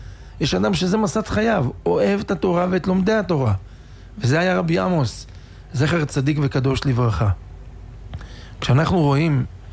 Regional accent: Netanya, Central District, Israel; אני גדלתי בנתניה

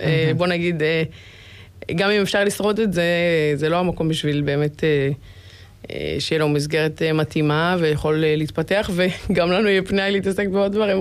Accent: Kfar Chabad, Central District, Israel; moved away as an adult; also born or lived in Samara, Russia; אני גדלתי בכפר חב"ד, אחרי החתונה יצאנו לשליחות לרוסיה

